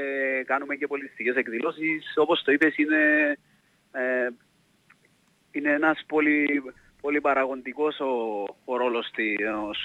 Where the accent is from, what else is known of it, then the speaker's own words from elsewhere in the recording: Peristerona, Cyprus; Εγώ μεγάλωσα στην Περιστερών.